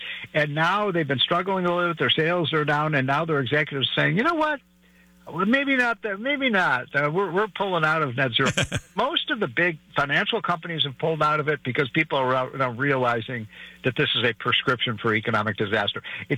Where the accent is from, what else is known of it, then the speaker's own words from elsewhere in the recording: Illinois, United States; my home state of Illinois